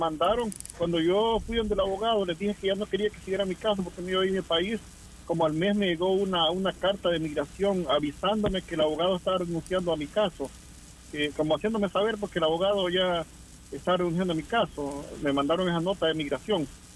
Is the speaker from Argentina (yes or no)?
no; El Salvador; moved away; pero que soy salvadoreño